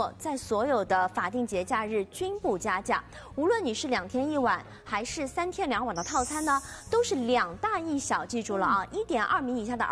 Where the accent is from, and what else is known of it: Shanghai, China